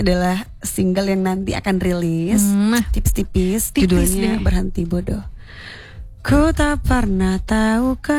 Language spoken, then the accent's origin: Indonesian; Padang, West Sumatra, Indonesia; kita sebagai orang Minang Padang